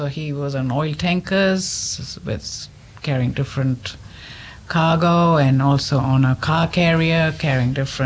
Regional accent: Dehradun, Uttarakhand, India; born there; Yes, I was born in India, Dehradun, which is the foothills of the Himalayas.

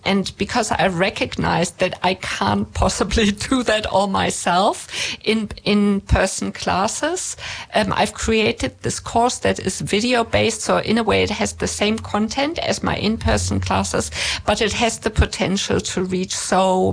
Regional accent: Germany; accent: German; So you can hear in my accent that I'm German. I grew up with really, really good bread.

